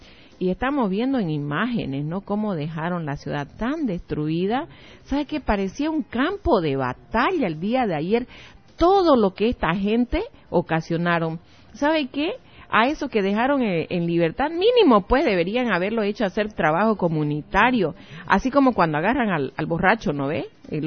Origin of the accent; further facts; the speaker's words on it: Bolivia; somos seres humanos, somos bolivianos